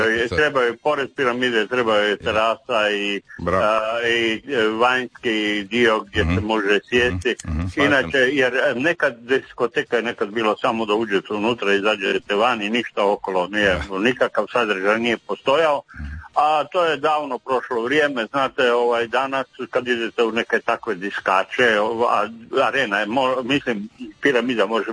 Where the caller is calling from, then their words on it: Pula, Istria County, Croatia; Kod nas u Puli je turizam 90% prihoda